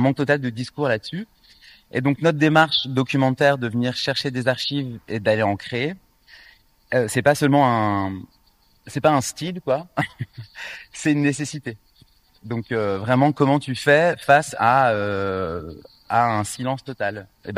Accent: France; born or raised there; moved away as an adult; now in Brussels, Belgium

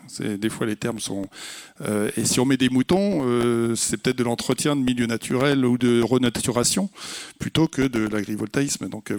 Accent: Normandy, France; je suis normand

